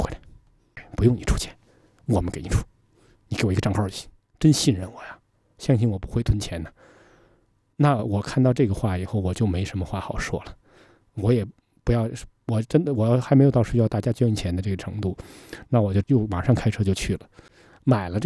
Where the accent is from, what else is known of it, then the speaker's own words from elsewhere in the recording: China; 其实我当时作为中国人我都觉得很感动的。